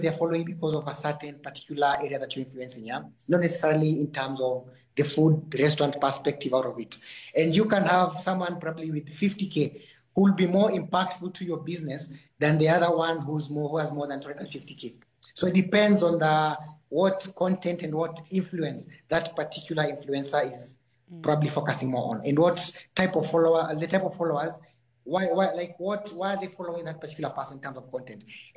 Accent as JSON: {"language": "English", "country": "Kenya", "lives_now": "Botswana"}